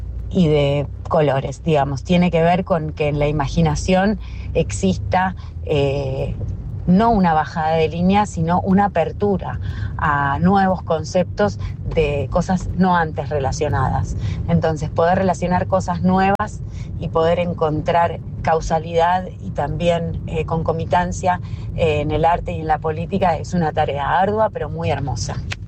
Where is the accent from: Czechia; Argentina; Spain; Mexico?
Argentina; yo soy una mujer argentina de 45 años